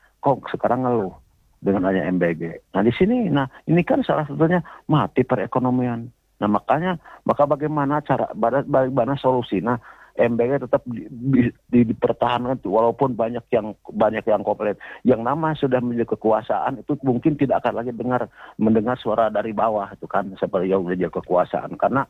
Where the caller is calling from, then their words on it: Bandung, West Java, Indonesia; Saya dari Bandung ya.